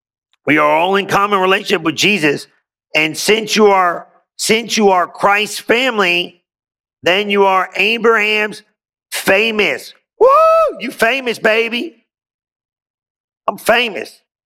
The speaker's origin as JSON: {"language": "English", "town": "Lodi", "region": "California", "country": "United States", "said": "Somebody's like, where you from? I'm from Lodi."}